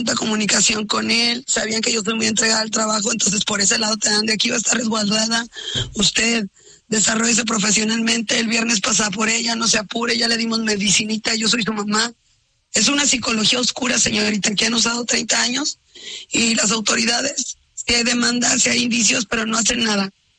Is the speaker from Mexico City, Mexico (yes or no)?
no; Ciudad Mante, Tamaulipas, Mexico; yo soy de Ciudad Mante.